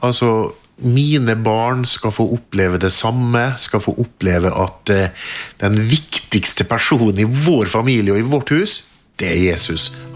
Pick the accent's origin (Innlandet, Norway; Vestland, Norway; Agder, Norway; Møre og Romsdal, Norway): Møre og Romsdal, Norway; Molde; Jeg kommer jo fra Molde, født og oppvokst der. Traff en jente i Bergen og gifta meg og har fått 4 barn.